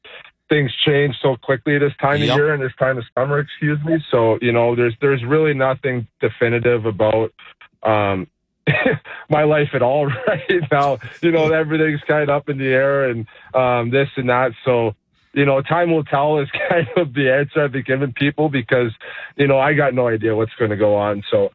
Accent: Canada; now in Calgary, Canada; growing up as a Canadian kid

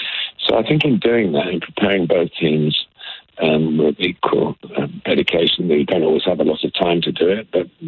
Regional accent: England, United Kingdom; And of course, I am English

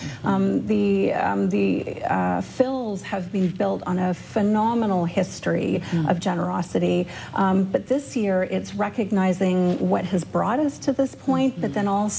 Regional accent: Ottawa, Ontario, Canada; I'm born and raised in Ottawa, and I just see a city that is so rich in assets

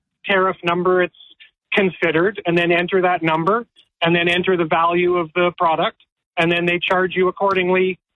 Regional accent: Alberta, Canada; Z, actually, because we're Canadian.

